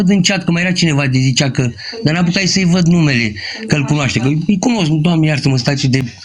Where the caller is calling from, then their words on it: Panaghia, Romania; Aici, din comună, din lângă. Din sat, de aici. Aici, din sat. Sunt de la Panaghia, mai exact, dacă știți.